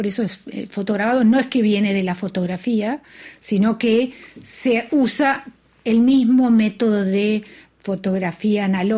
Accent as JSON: {"language": "Spanish", "country": "Argentina"}